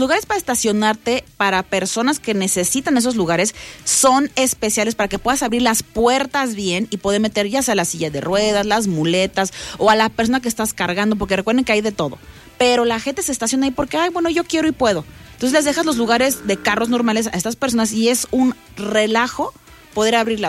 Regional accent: Mexico; Desde ahí como, deja, ya como mexicano, ya deja, ya como humano estás fallando.

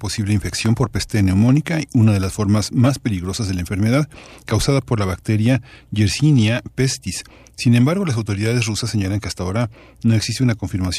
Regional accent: Mexico; nosotros como mexicanos

